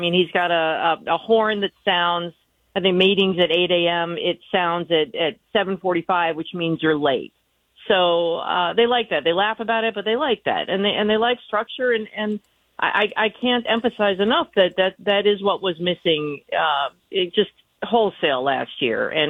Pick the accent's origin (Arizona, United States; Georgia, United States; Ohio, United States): Ohio, United States; I grew up in Ohio. I love the game.